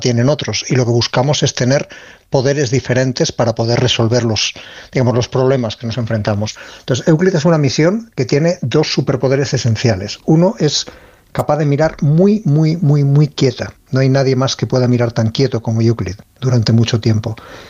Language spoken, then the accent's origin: Spanish; Ávila, Castile and León, Spain; Sí, yo soy de Ávila y en Ávila tenemos unos cielos envidiables, de hecho tenemos reservas Starlight y sí, en la zona norte de Ávila de niño